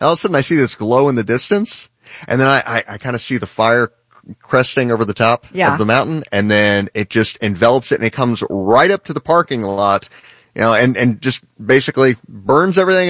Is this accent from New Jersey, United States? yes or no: no; Indiana, United States; also born or lived in California; But growing up in Indiana